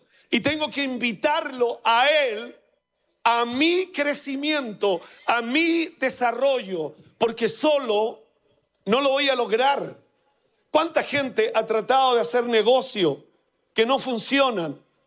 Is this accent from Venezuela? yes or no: no; Lota, Biobío, Chile; born there; also born or lived in Coronel; Yo vengo de Lota, de Coronel, de Schwager, de zonas mineras, donde mi futuro era trabajar en la mina del carbón